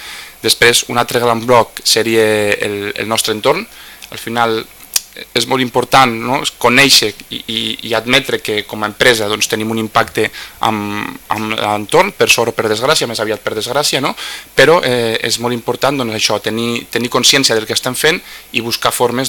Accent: Lleida, Catalonia, Spain; som de Lleida, sabem el que implica la terra i l'entorn amb el que ens trobem.

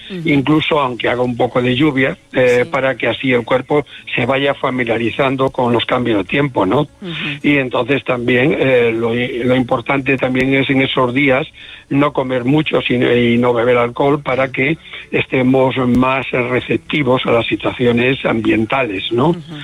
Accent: Galicia, Spain; Como buen gallego voy allí.

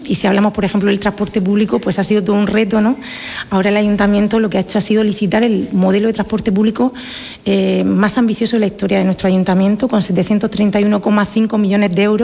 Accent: Region of Murcia, Spain; Muy murciana, te lo hice una vecina de pedanías, yo soy del Esparral, soy campillera

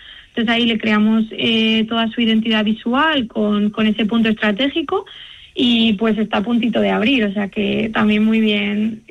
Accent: Castile and León, Spain

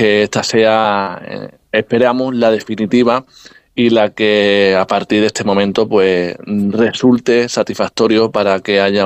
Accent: Spain; iré yo, que soy español y cristiano

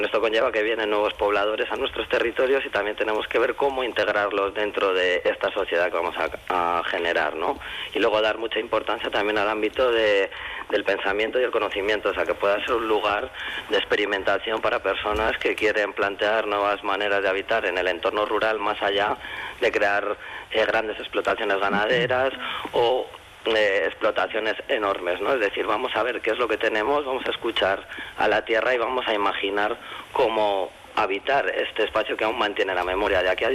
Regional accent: Castile and León, Spain; Pues sí que realicé la ESO en mi pueblo, luego tuve que ir a Burgo de Osma, un pueblo más grande.

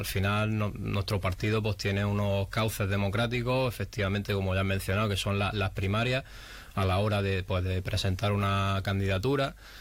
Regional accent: El Ejido, Andalusia, Spain; somos vecinos y somos ciudadanos de Ejido

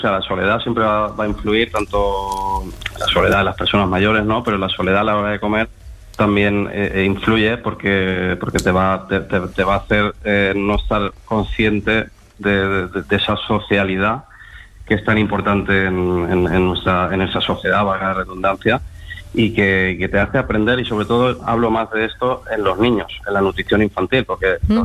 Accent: Valencia, Valencian Community, Spain

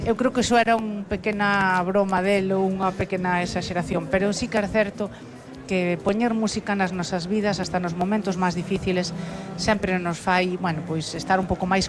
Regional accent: Galicia, Spain; disfruto moito das festas, identifícome como unha parte esencial da nosa cultura, como galegos, as festas desde as parroquias

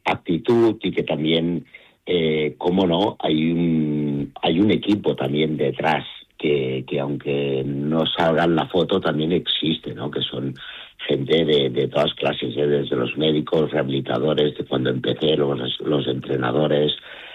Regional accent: Andorra; estaba yo, pues con 18 años en los hospitales en Barcelona, y ellos, justamente con que somos de Andorra, pues estudiaban todos en Barcelona.

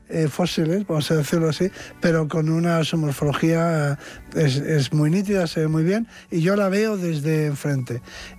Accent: Bilbao, Basque Country, Spain; pero yo todavía he conocido de niño, en mi casa, en Bilbao, por ejemplo, no había frigoríficos

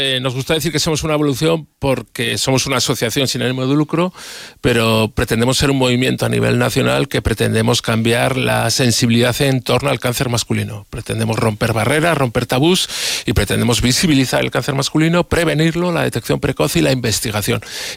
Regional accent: Aragon, Spain; Naciendo desde Zaragoza y como soy aragonés, soy testarudo, cabezón e intenso.

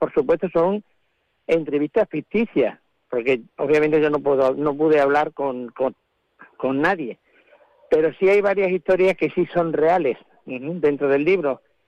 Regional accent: Badajoz, Extremadura, Spain; born there; Y yo, como soy de aquí, de Badajoz, nací aquí en Badajoz

